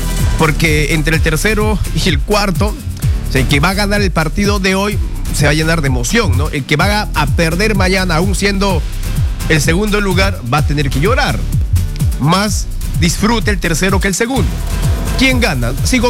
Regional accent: Argentina; Argentina. Todos somos aquí argentinos.

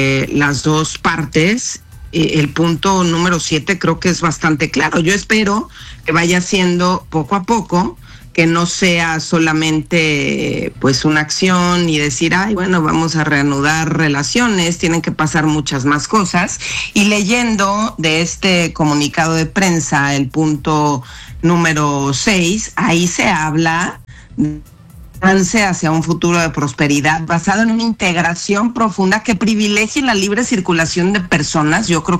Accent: Mexico; cómo están las cosas en mi país, México

